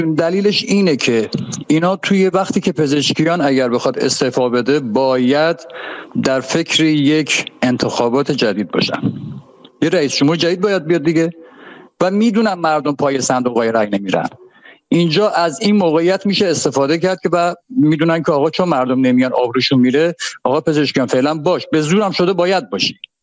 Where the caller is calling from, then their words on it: Babolsar, Mazandaran, Iran; من بابرسر توی بهار شهر مازندران